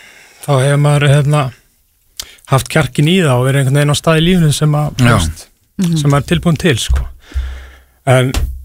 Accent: Akranes, Western Region, Iceland; Ég kem frá Akranesi og það gerist það Akranesi sem er lítið samfélag

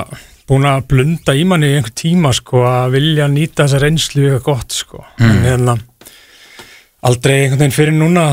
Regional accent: Akranes, Western Region, Iceland; Ég kem frá Akranesi og það gerist það Akranesi sem er lítið samfélag

